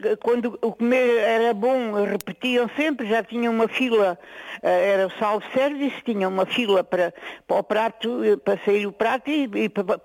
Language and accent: Portuguese; Cadaval, Lisbon, Portugal; born there; moved away; Estou na minha aldeia, que com muito sacrifício fizemos uma casinha num terrenozinho que o meu pai me deixou, e cá estou.